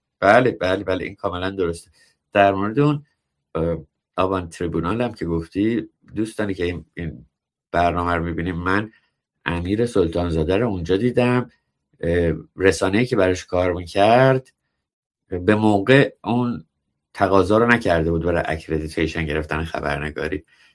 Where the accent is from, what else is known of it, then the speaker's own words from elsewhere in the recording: Iran; moved away; چون من 20 سال پیش از ایران اومدم بیرون